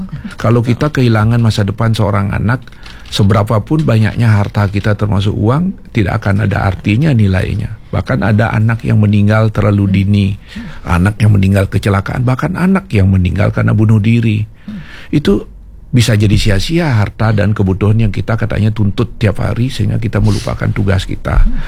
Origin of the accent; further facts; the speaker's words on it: Bali, Indonesia; Termasuk jati diri sebagai warga Bali, masyarakat Bali